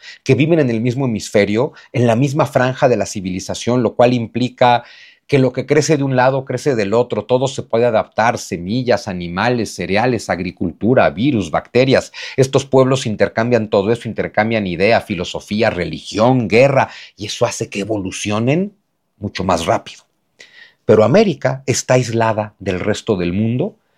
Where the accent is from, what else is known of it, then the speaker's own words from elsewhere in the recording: Mexico; genera algo hermoso que somos los mexicanos, que lamentablemente negamos lo que somos.